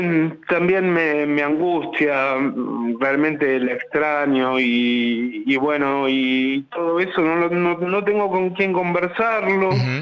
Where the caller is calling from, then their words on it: Exaltación de la Cruz, Buenos Aires Province, Argentina; Soy de Exaltación de la Cruz.